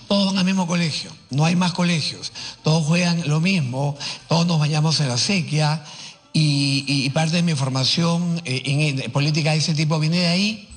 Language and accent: Spanish; Lima, Peru; also born or lived in Huaura / Cañete; Soy de Magdalena, ojo, yo he vivido también en la chacra en Huaura, en la chacra en Cañete, en el campo, sin luz. Yo no tenía luz también por años de mi vida